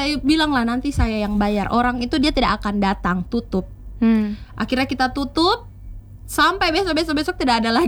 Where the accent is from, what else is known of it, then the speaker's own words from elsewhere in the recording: Kendari, Southeast Sulawesi, Indonesia; moved away as an adult; now in Andonohu, Kendari, Indonesia; kami baru 2 tahun tinggal di Andonohu. Saya lahir besar di Kota Lama. Anak kolam.